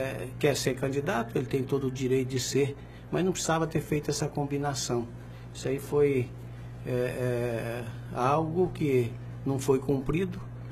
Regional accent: Araguaia region, Brazil

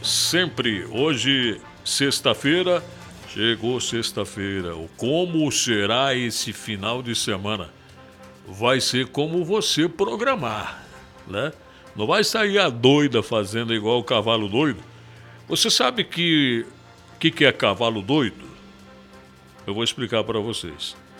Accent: Barbacena, Minas Gerais, Brazil; born there; moved away; Lá em Barbacena, onde eu nasci. Eu nasci em Barbacena

